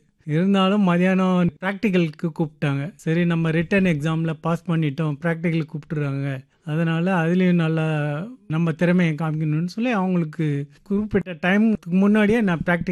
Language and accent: Tamil; Neyveli, Tamil Nadu, India; நான் வந்து பிறந்து வளர்ந்தது நெய்வேலி குவார்ட்டர்ஸ்ல தான். நான் இருந்தேன் கிட்டத்தட்ட ஒரு 32 ஆண்டுகள்.